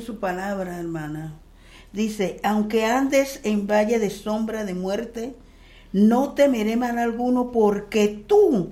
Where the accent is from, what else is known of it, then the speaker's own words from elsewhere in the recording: Panama; Yo vengo de Panamá.